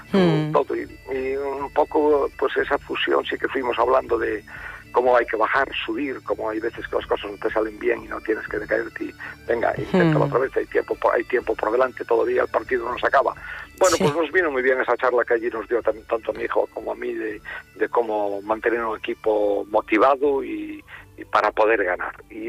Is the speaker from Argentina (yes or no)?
no; Galicia, Spain; yo presumo de la buena gente que somos los gallegos en la atención a nuestros clientes.